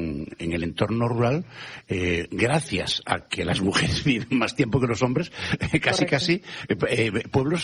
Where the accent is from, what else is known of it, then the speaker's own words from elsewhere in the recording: Galicia, Spain; yo me conozco muy bien el de mi tierra, en Galicia